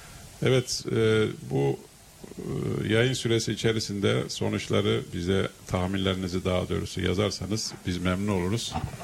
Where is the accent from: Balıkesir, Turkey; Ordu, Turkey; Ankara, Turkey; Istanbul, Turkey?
Ordu, Turkey; now in Australia; Asıl yerimiz ben Orduluyum ya. Ordu.